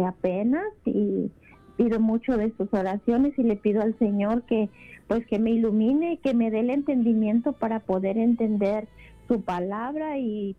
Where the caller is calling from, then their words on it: Chicago, Illinois, United States; De Chicago, Gaby.